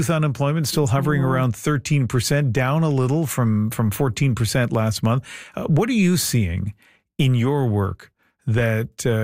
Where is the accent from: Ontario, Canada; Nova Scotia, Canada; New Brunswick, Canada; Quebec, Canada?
New Brunswick, Canada; and I grew up next door in New Brunswick